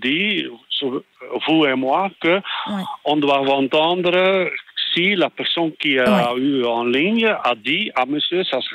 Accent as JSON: {"language": "French", "country": "Belgium", "said": "C'est une différence, mais on peut, comme chez nous en Belgique, quand on a un permis pour le manuel, on peut rouler avec le permis aussi avec la voiture en automatique."}